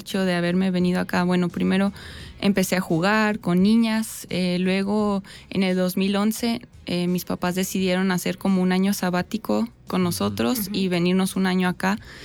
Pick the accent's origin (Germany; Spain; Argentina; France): Germany; born or raised there